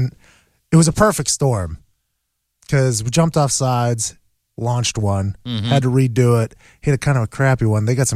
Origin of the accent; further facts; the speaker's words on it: Plum, Pennsylvania, United States; moved away; Well, I'm from Pittsburgh originally, a town called Plumboro, which is outside of Pittsburgh.